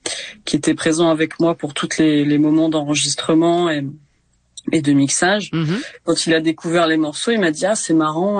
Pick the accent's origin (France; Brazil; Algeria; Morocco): France; Ramatuelle, Provence-Alpes-Côte d'Azur; j'ai un lien assez fort avec Ramatuelle, donc là où j'ai grandi, puisque toute ma famille est là